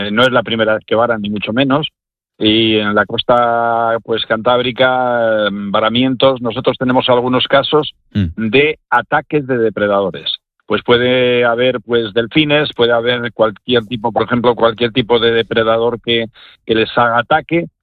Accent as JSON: {"language": "Spanish", "region": "Asturias", "country": "Spain", "moved": "yes", "lives_now": "western Asturias, Spain", "said": "Yo soy del oriente de Asturias"}